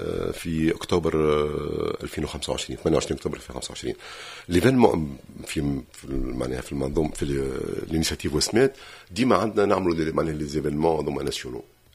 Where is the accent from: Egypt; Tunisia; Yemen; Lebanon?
Tunisia; عندنا في تونس